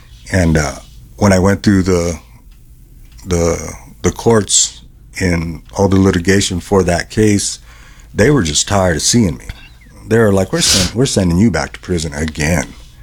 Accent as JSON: {"language": "English", "town": "Denver", "region": "Colorado", "country": "United States", "tie": "born or raised there", "said": "I was chronically homeless on the streets of Denver, my hometown, from 2013, 2014 to 2018"}